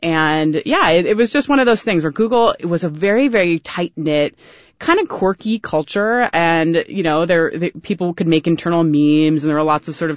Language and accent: English; Oakland, California, United States; As a Bay Area native, this is huge. I love KQED.